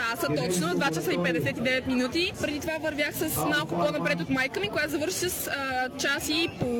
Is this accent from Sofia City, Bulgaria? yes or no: yes; Sofia, Sofia City, Bulgaria; От София.